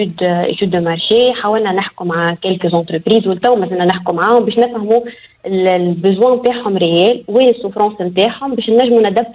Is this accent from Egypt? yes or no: no; Tunisia